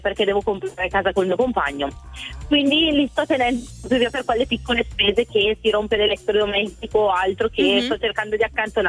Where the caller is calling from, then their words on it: Bergamo, Lombardy, Italy; Io sono a Bergamo